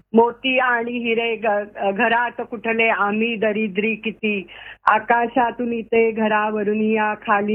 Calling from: Koregaon, Maharashtra, India; कोरेगावहून.

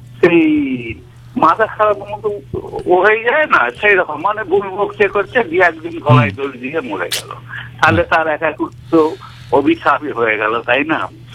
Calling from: Sheoraphuli, West Bengal, India; আমি শ্যাওলাপুরি থেকে

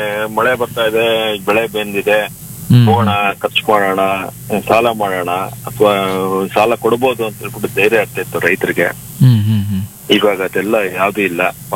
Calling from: Yalagodu, Karnataka, India; ಚಿತ್ರದುರ್ಗ ತಾಲೂಕು ಯಳಗೋಡು ಇದೆ.

